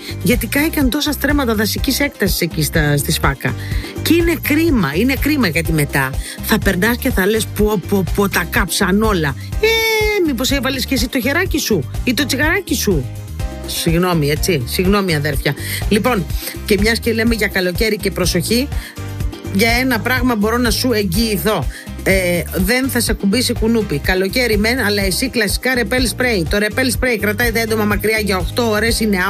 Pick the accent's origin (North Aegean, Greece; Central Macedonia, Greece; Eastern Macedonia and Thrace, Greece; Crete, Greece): Crete, Greece; Inoi; εκεί στα μέρη μου στην Ινώη